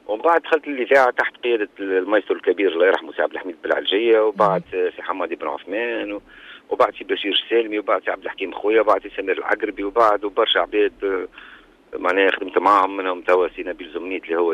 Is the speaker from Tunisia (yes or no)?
yes; southern Tunisia, Tunisia; أنا جنوبي عادة مطمئني. أنا مطمئني ما عارش الجنوب.